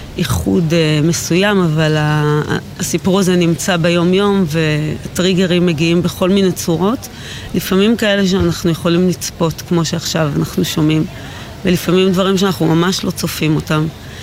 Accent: Gaza Strip, Palestine; now in Sderot, Israel; לא, לא, אני לא... גדלתי בגוש קטיף

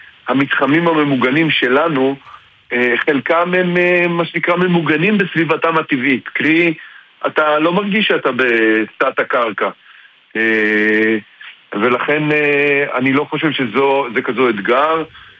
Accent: Tel Aviv, Tel Aviv District, Israel; now in Hila, Israel; אני במקור מהמרכז, אני במקור מתל אביב.

